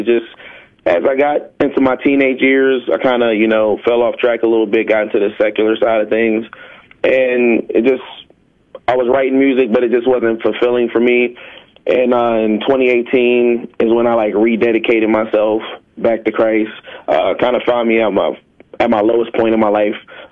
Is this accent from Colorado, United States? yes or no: no; Clarksburg, West Virginia, United States; Yes, I grew up in Clarksburg, yes.